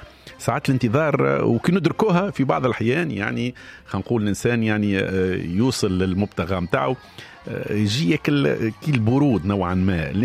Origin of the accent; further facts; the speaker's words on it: Tunisia; accent: Tunisian dialect; احنا نقوله نستنى بلهجتنا التونسية.